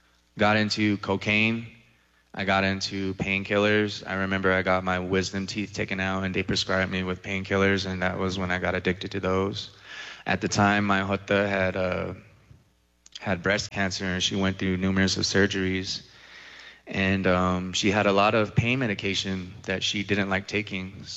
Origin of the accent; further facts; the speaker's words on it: Albuquerque, New Mexico, United States; They found out that I was from Albuquerque, but I'm full-blown Zuni.